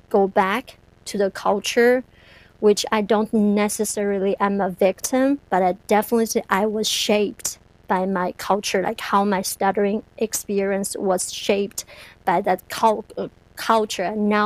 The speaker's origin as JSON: {"language": "English", "country": "China", "second_language": "English", "said": "I came all the way from China and to manage to be here"}